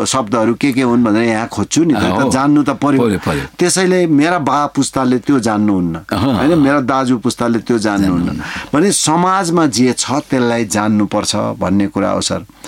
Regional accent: Itahari, Koshi Province, Nepal; born there; also born or lived in Hedangna; म यो परिवेशमा हुर्किएको हुँ यसरी, होइन हेदाङनादेखि म जुन इटहरी आसपासमा बसेँ आएर हुर्किएँ

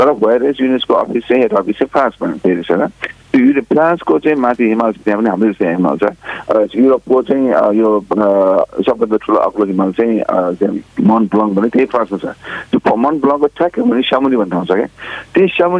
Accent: Khumbu, Koshi Province, Nepal; born there

